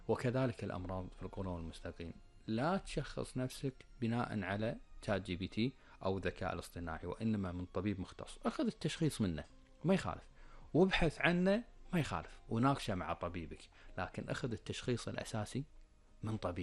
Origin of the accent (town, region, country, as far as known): Kuwait